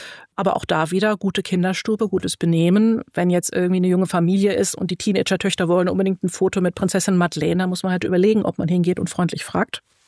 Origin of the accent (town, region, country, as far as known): Germany